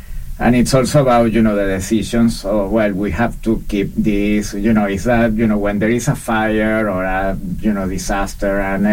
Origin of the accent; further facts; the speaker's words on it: Venezuela; moved away as an adult; now in London, Canada; I'm originally from Venezuela in Latin America, but I'm also a Canadian. I've been here in Canada and in London since 2010.